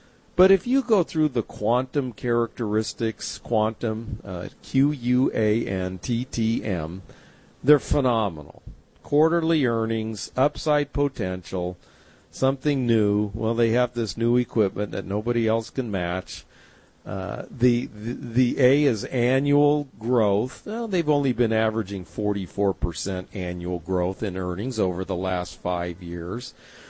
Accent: West Coast, United States; Barry, now I grew up on the West Coast

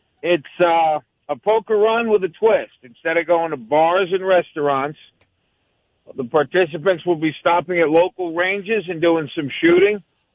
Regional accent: New Jersey, United States; moved away; I'm a transmittal from New Jersey, and I actually participated in a couple of these several years ago when I was there.

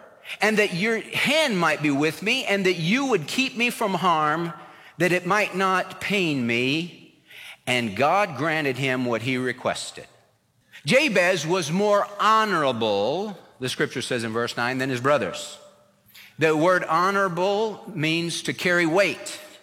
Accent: California, United States; we had a pool in my backyard growing up in California.

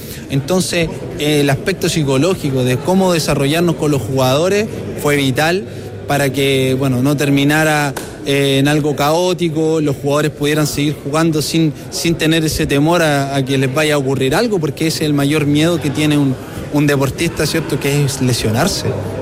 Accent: Chile; nosotros como chilenos

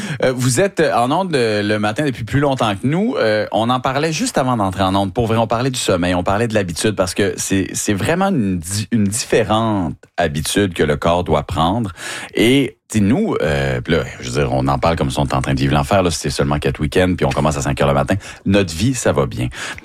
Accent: Quebec, Canada; Quand on vient du Saguenay-Lac-Saint-Jean, ben oui, c'est vrai

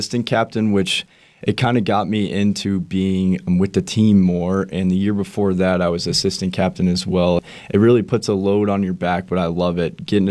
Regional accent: Kansas City, Kansas, United States; moved away; I'm from Kansas City, Kansas, which really isn't a hockey town

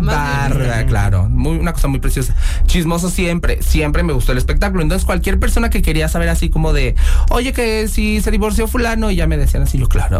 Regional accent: San Cristóbal de las Casas, Chiapas, Mexico; yo viví en mi pueblo, Adeli, allá en San Cristóbal de las Casas, entonces yo sí, comiéndome mi tamal de chipilín e informándole a la nación.

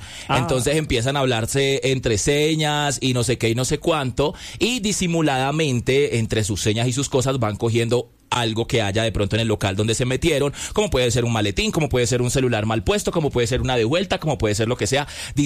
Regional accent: Colombia; now in Bogotá, Colombia; donde los colombianos nos pusieran, o donde los bogotanos nos pusiéramos, porque también me siento rolo

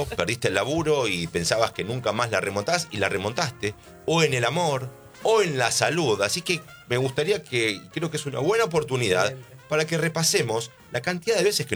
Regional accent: Argentina

